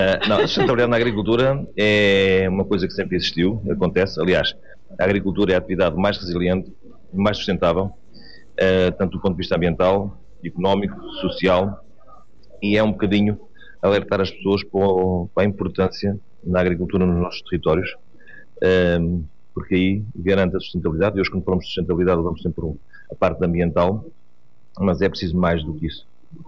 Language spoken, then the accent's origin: Portuguese; Portugal; Sou da Barreira Alva, há 42 anos ligado diretamente à agricultura